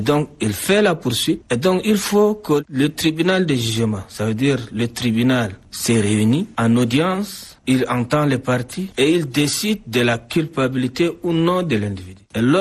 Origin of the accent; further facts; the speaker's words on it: Chad; Par exemple, chez nous au Tchad, dans la plupart des cas, on a ce qu'on appelle nos chefs de race